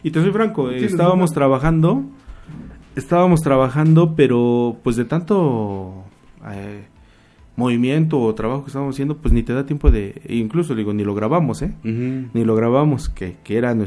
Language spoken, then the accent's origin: Spanish; Apizaco, Tlaxcala, Mexico; nosotros somos de Apizaco.